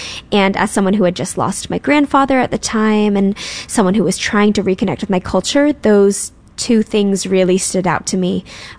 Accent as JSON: {"language": "English", "town": "St. Louis", "region": "Missouri", "country": "United States", "tie": "born there"}